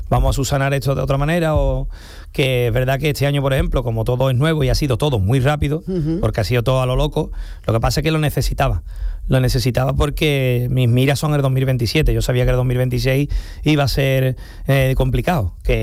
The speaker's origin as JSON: {"language": "Spanish", "town": "Cádiz", "region": "Andalusia", "country": "Spain", "tie": "born or raised there", "said": "al teatro de mi tierra"}